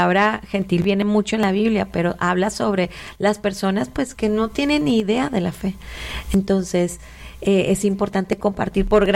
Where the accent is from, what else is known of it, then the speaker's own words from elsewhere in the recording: Mexico; Otro país, Argentina, pero soy bien mexicana.